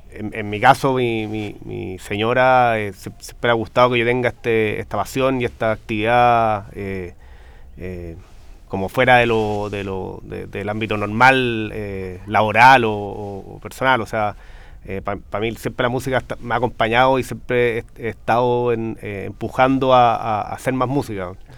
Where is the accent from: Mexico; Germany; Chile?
Chile; como todo chileno, quizás, una chaquetera